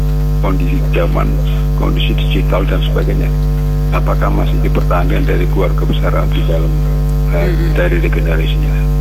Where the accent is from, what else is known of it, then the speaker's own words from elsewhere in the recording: Surabaya, East Java, Indonesia; also born or lived in Madiun; now in Sleman, Indonesia; Saya kelahiran Madiun, cuman tumbuh kembang besar saya di wilayah yang berbahaya bahasanya. Saya tumbuh kembang besar di Surabaya ya. Sehingga yang namanya bahasa Kromo, Injil dan sebagainya sama sekali tidak paham.